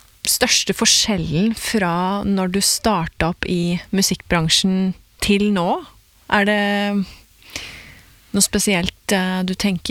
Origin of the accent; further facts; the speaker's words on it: Porsgrunn, Telemark, Norway; Jeg er fra Porsgrunn, så vi er telemarking i begge to, da.